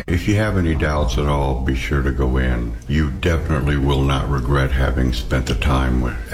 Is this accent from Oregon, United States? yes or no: yes; Forest Grove, Oregon, United States; I am from Forest Grove, Oregon.